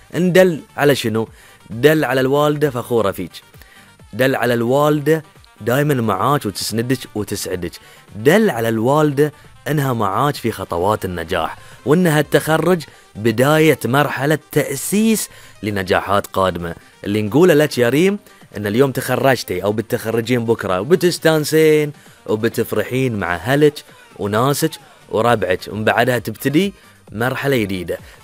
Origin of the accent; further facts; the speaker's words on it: Bahrain; كبحرينيين